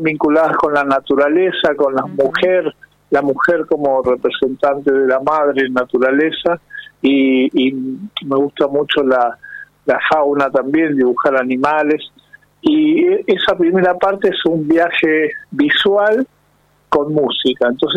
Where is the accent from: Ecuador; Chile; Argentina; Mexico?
Argentina; Ramos Mejía, Buenos Aires Province; Soy de Buenos Aires, de Buenos Aires. De Ramos Mejía, la provincia de Buenos Aires.